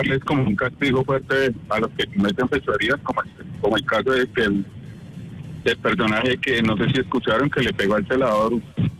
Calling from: Bogotá, Colombia; De Bogotá.

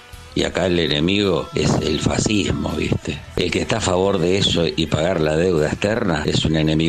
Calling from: Remedios de Escalada, Buenos Aires Province, Argentina; de Remedios de Escalada.

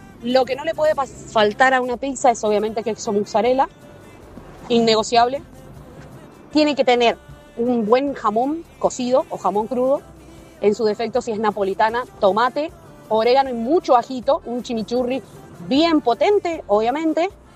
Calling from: Rivadavia, Argentina

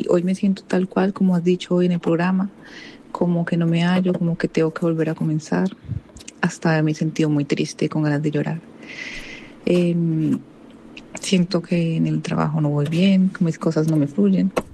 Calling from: Lleida, Catalonia, Spain; Te hablo desde España, Lérida.

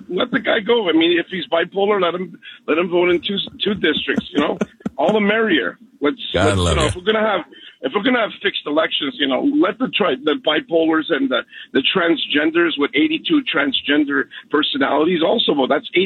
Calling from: Canada; I'm listening up in Canada

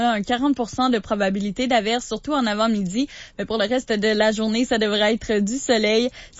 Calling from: Sainte-Angèle-de-Mérici, Quebec, Canada; Je viens de Saint-Angèle, de Mérissy.

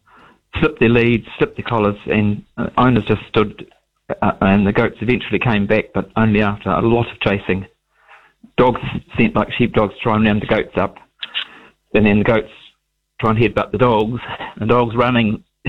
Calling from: Dunedin, Otago, New Zealand; I'm ringing from Wakari in Dunedin.

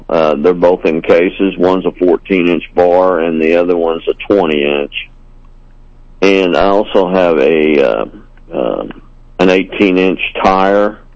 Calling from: Carrollton, Missouri, United States; Carrollton.

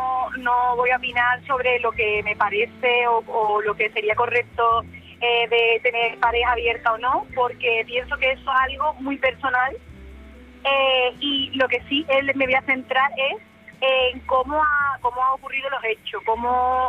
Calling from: Cádiz, Andalusia, Spain; Sí, volvemos a casa. Somos de Cádiz.

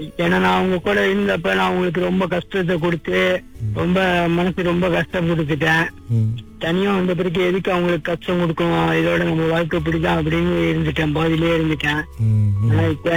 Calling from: Perak, Malaysia; இப்ப நான் ஒரு இடத்துல வேலை செஞ்சுட்டு இருக்கேன், பேராக்குல வேலை செஞ்சுட்டு இருக்கேன்.

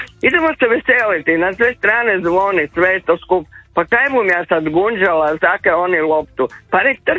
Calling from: Croatia

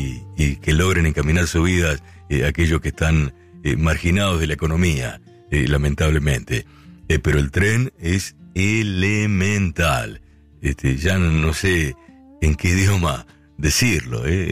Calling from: Córdoba, Argentina; de Córdoba Capital.

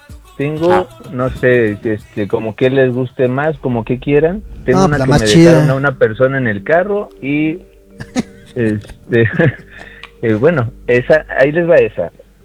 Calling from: Guadalajara, Jalisco, Mexico; De Guanatos

